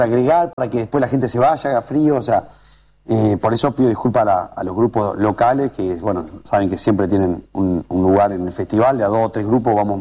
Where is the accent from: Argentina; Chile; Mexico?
Argentina